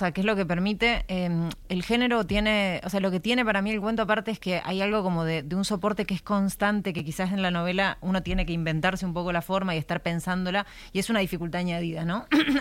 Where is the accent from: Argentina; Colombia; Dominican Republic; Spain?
Argentina; Yo soy argentina y escribo cuento. así le decimos. Bueno, no sé, o sea, como que igual aprendí a usar las dos variantes, hace mucho que vivo acá